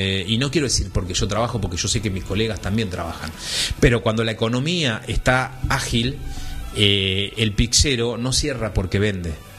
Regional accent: Buenos Aires Province, Argentina; Yo, en mi pueblo no existía un asentamiento cuando yo era chico.

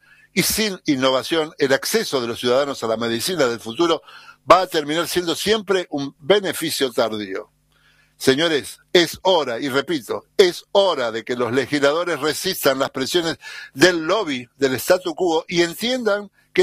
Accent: Argentina

